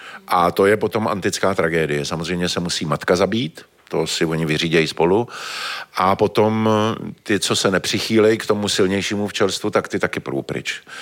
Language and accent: Czech; Prague, Czechia; Já jsem brečel, protože jsem … ze Žižkova